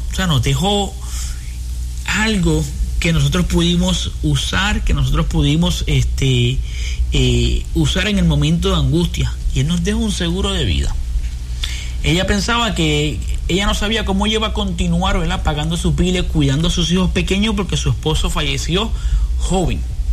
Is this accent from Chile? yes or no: no; Puerto Rico; como buen puertorriqueño o hispanos que somos